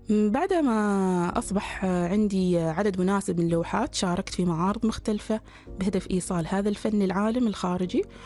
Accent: Oman; كفتاة عمانية افتخر كثير

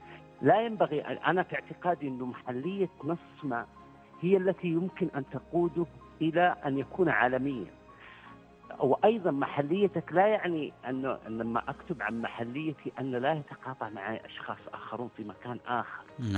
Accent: Saudi Arabia; أنا من المملكة العربية السعودية وعمان شقيقة وجزء منها

